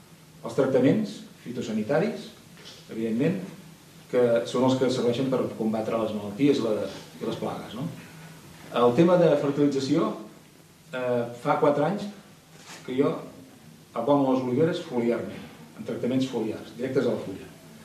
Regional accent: Sant Feliu, Catalonia, Spain; Bueno, sí, ens coneixem tots som de Sant Feliu.

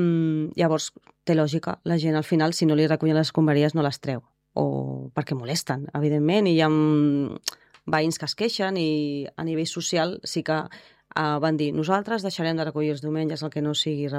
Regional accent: Sant Feliu, Catalonia, Spain; al final és el meu poble i de la meva família.

